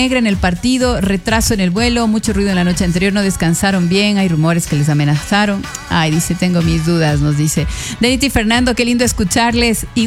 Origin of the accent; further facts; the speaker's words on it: Ecuador; somos ecuatorianos